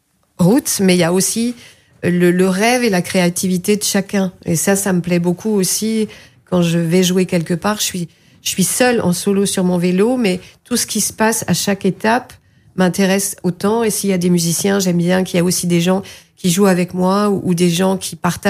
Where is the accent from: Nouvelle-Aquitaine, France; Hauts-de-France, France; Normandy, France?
Normandy, France; Le Havre; Et je leur dis, je viens du Havre.